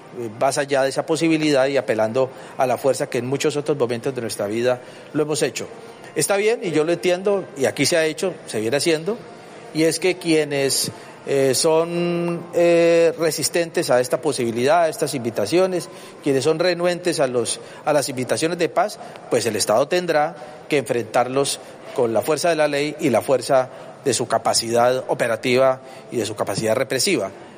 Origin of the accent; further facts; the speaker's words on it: Buenaventura, Valle del Cauca, Colombia; que somos vallecaucanos, que somos de Buenaventura, que tenemos aquí nosotros también nuestro corazón